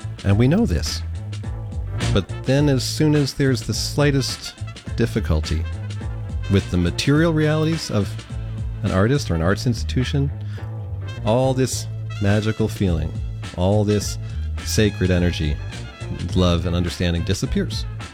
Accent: Burlington, Vermont, United States; A very sad thing is happening in my hometown this week in that the Radio Bean in Burlington, Vermont, a place that's close to my heart, is closing after more than 20 years.

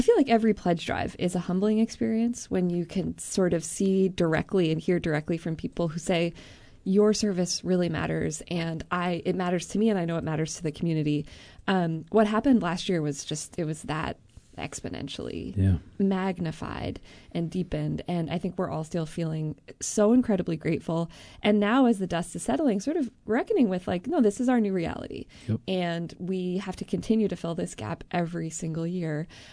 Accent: Vergennes, Vermont, United States; Krista from my hometown of Vergennes.

